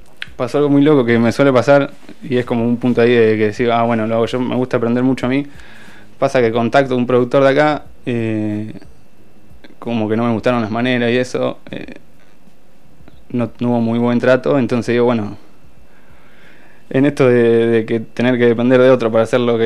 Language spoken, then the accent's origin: Spanish; Pila, Buenos Aires Province, Argentina; moved away as an adult; now in La Plata, Argentina; En Pila, que es mi pueblo, es un pueblo muy.